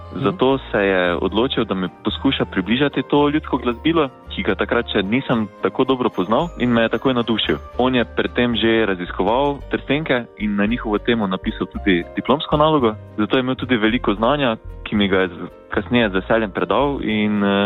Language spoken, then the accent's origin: Slovenian; Cirkulane, Podravska, Slovenia; sem dijak tretjega letnika Srednje lesarske in gozdarske šole v Mariboru, prihajam iz Cirkulan. In sem ponosen haložan.